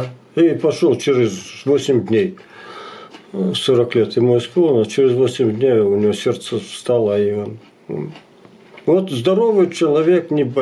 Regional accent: Kazakhstan; moved away as an adult; also born or lived in Krasnodar Krai; Родился я в 52-м году в Казахстане. На поселении был под комендатурой рожденный агаик, и сейчас я как репрессированный немец, да.

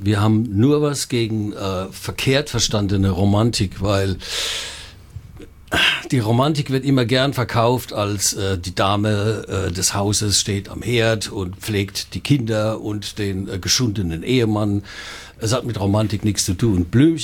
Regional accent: Heidelberg, Baden-Württemberg, Germany; Ich komm ja eigentlich aus dem Paffegrund, wenn man mal so retten darf.

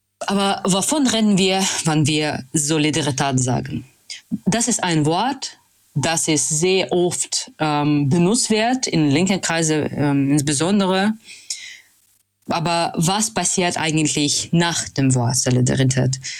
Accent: Russia; German is a second language; now in Hamburg, Germany; Ich komme aus Russland, tatsächlich einer Stadt, das hat eine Vollinvasion, Aggression gegen Ukraine gemacht. Ich lebe jetzt in Hamburg

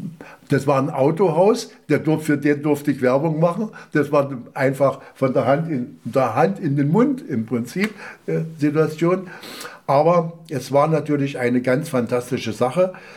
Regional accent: Bernau, Brandenburg, Germany; ich bin ja aus Bernau herausgenommen worden, weil meine Qualifikation für Bernau viel zu hoch war.

